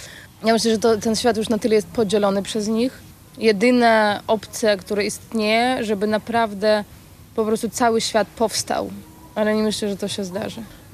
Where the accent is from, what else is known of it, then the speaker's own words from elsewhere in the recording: Belarus; Polish is a second language; now in Poland; w codzienności rozmawiam w języku białoruskim oraz w języku polskim. Nie udaję siebie za Polkę. Jestem Białorusinką